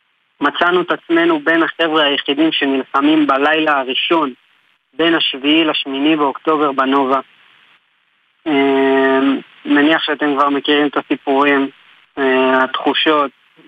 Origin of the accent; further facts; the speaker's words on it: Kfar Saba, Central District, Israel; החלטנו שאנחנו משנים פה קצת את האווירה והולכים עולים על כפר סבא, כן, אנחנו מפה.